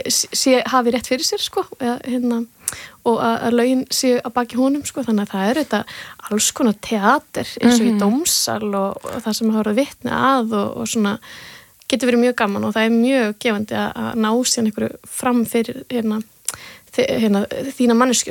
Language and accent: Icelandic; South Region, Iceland; also born or lived in Westfjords; En ég er að sunnan og fór svona með allir semingi, ég þurfti að fara heima, veist